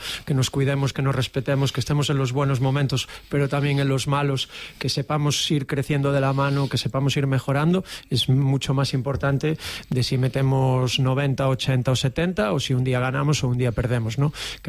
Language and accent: Spanish; Santiago de Compostela, Galicia, Spain; now in La Seu d'Urgell, Spain; nací en Santiago de Compostela en un 3 de junio de 1980.